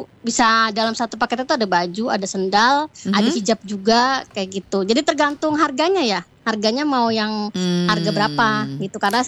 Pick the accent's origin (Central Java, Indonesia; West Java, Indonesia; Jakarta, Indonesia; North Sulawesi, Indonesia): Jakarta, Indonesia; Aku Jakarta.